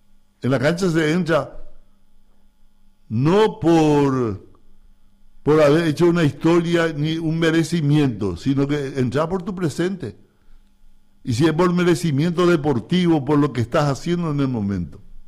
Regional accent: Paraguay; Yo también soy paraguayo

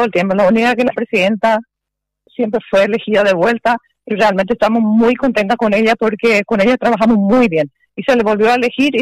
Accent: Itapúa, Paraguay; vengo del interior de Itapuacutú

